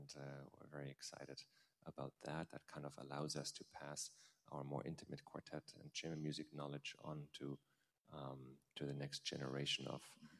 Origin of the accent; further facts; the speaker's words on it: Germany; moved away as an adult; now in United States; I grew up in Germany and was educated there, and then studied in the States